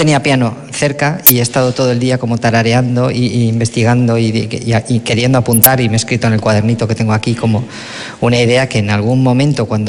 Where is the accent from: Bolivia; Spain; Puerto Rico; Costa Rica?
Spain; Cantabria